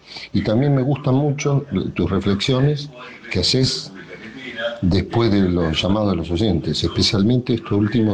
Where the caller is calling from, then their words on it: Mar del Plata, Buenos Aires Province, Argentina; soy de Mar del Plata, 71 años.